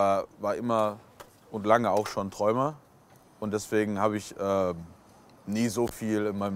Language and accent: German; Essen, North Rhine-Westphalia, Germany; Ich bin Essener und Ruhrpott-Influencer.